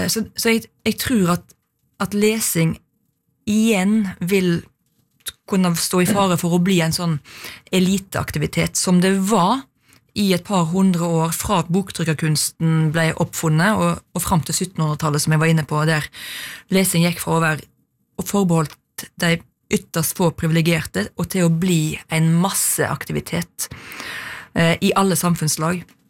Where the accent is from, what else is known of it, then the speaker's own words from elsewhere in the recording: Ølen, Vestland, Norway; min far jobbet som kulturskolerektor, det som da hette musikkskolerektor, i Ølen der jeg vokste opp.